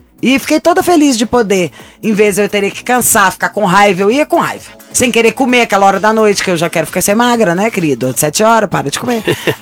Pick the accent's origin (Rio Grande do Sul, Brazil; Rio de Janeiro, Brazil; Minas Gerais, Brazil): Minas Gerais, Brazil; Belo Horizonte; moved away; eu sou de Belo Horizonte, família inteira mora lá.